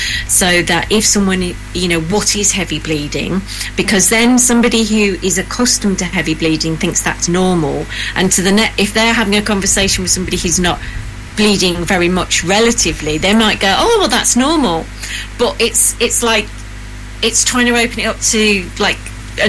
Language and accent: English; Devon, South West England, United Kingdom; now in Birmingham, United Kingdom; I'm not Black Country. I would love to say I'm an honorary Brummie, but I would have to ask them first, because I come from Devon, but I'm in Birmingham, where I'm sat talking to you now